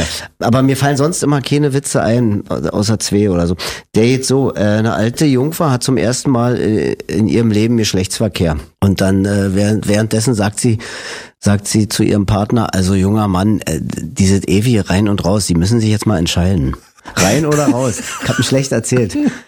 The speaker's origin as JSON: {"language": "German", "region": "Berlin", "country": "Germany", "tie": "born or raised there", "also_born_or_lived": "Friedrichshain, Berlin", "said": "Ich bin in Lichtenberg aufgewachsen, also nach Lichtenberg sind wir gezogen, da war ich 4. Vorher haben wir im Friedrichshain gewohnt. Ja, wir sind ins Hans-Loch-Viertel gezogen."}